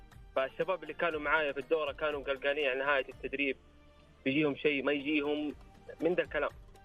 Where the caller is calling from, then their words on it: Mecca, Makkah Province, Saudi Arabia; من مكة يا حبيب.